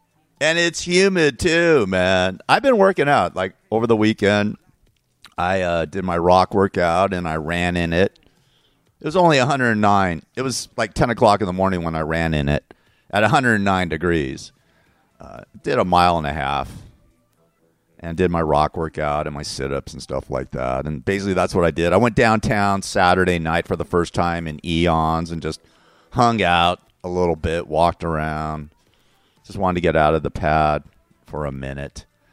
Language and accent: English; Los Angeles, California, United States; now in Inland Empire, United States; You know, I grew up in the San Fernando Valley. I grew up in Tarzana and Woodland Hills.